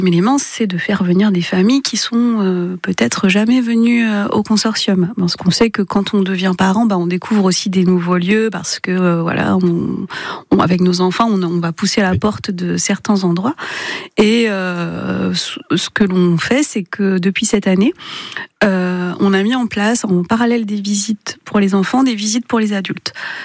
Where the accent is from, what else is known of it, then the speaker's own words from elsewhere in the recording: western France, France; moved away as an adult; now in Dijon, France; je venais pas de Dijon, moi j'étais de l'ouest de la France, donc je suis arrivée ici en même temps que mon stage.